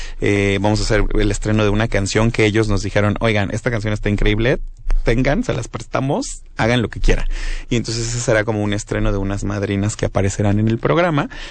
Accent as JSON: {"language": "Spanish", "country": "Mexico", "said": "en lo que nos conforma como mexicanos"}